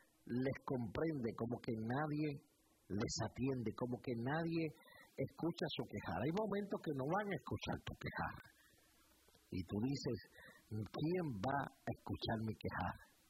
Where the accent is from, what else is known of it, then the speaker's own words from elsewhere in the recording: Texas, United States; Mire, yo vengo de Texas